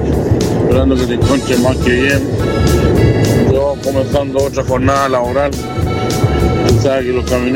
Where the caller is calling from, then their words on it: La Serena, Coquimbo, Chile; acá en Serena